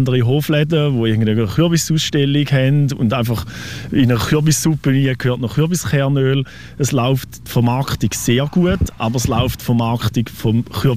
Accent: Schaffhausen, Switzerland; Als Schaffhauser Bauer hast du immer noch einen Kollegen, der Weinbauer ist

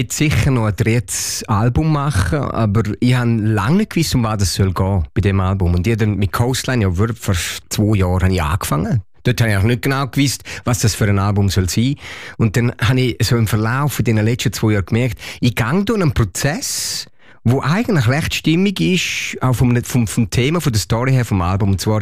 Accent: Switzerland; accent: Swiss German; Ich wollte schon immer mal Schweizerdeutsch singen. Für mich war es klar. Und ich habe so einen schönen broten Dialekt.

